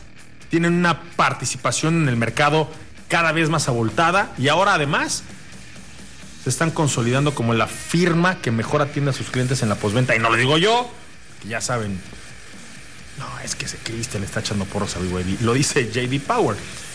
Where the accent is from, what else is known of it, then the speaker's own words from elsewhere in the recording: Cuernavaca, Morelos, Mexico; moved away; como decimos allá en Cuerna